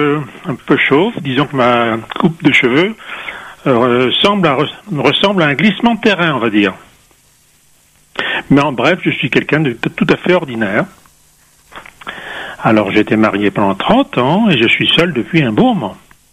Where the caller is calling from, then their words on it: La Possession, Réunion; J'ai 70 ans, j'habite à La Possession, je suis un homme blanc, un peu bronzé.